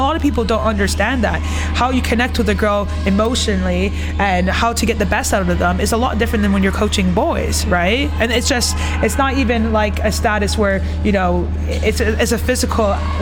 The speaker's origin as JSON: {"language": "English", "country": "Canada", "moved": "as an adult", "lives_now": "United Kingdom", "said": "So I'm originally from Canada. My dad is actually from the UK"}